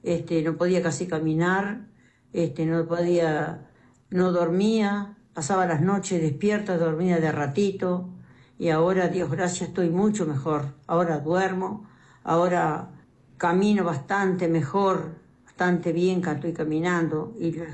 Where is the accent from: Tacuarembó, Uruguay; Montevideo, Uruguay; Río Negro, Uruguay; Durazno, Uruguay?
Tacuarembó, Uruguay; Soy de acá de Tacuarembó, sí.